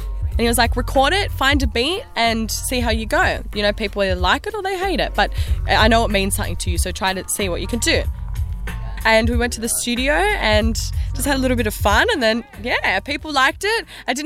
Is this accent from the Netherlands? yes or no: no; Australia; I'm an Australian poet-rapper